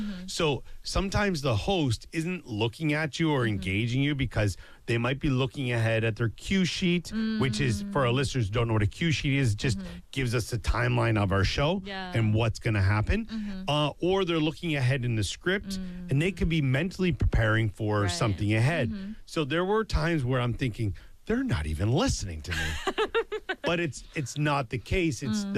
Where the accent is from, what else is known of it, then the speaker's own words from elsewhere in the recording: Canada; I think as a Canadian, it's like the apology is automatic.